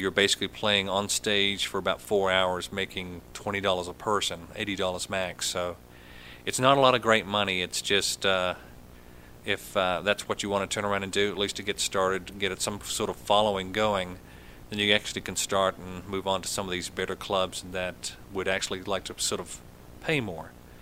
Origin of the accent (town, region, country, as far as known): New Zealand; born or raised there